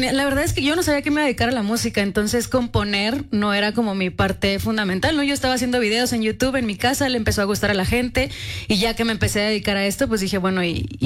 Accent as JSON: {"language": "Spanish", "town": "Delicias", "region": "Chihuahua", "country": "Mexico", "tie": "born or raised there", "also_born_or_lived": "Jiménez / Mexico City", "lives_now": "Xalapa, Mexico", "said": "De Jiménez, Chihuahua, así es. Crecí en Delicias, nací en Jiménez, viví en Chihuahua, pero bueno, ahí estuve."}